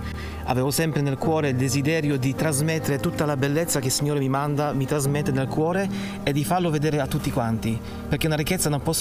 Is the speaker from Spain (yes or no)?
no; Poland; Italian is a second language; moved away; io sono polacco